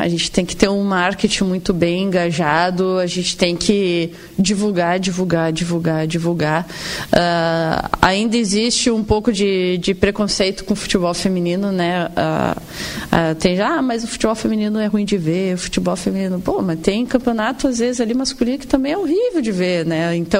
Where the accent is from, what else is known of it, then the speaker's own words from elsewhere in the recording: Caxias do Sul, Rio Grande do Sul, Brazil; eu sou de Caxias